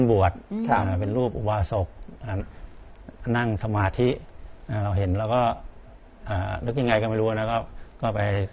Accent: Chachoengsao, Thailand; หลวงพี่เกิดที่จังหวัดฉะเชิงเทรานะก็ครอบครัวก็เป็นครอบครัวพุทธศาสนาแหละ

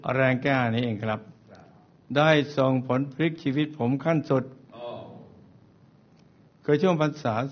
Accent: Southern Thailand, Thailand; หลวงพ่อเรียกผมไปพบแล้วถามว่าไปทางเหนือได้ไหมลูกไอ้ผมก็คนใต้แท้ๆ

